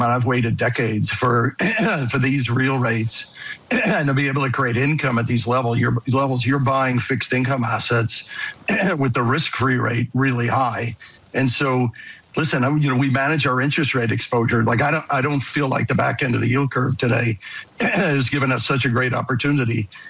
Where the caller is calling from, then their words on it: Saskatchewan, Canada; So, by the way, I'm doing this from Saskatchewan, which is a good, cool place to be.